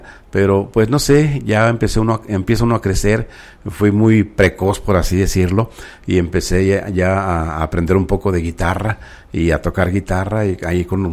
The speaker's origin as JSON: {"language": "Spanish", "town": "Ciudad Juárez", "region": "Chihuahua", "country": "Mexico", "tie": "born or raised there", "also_born_or_lived": "Torreón, Coahuila", "moved": "yes", "said": "De Torreón, Coahuila, sí, exactamente. Y criado allí en Ciudad Juárez, desde una edad muy temprana."}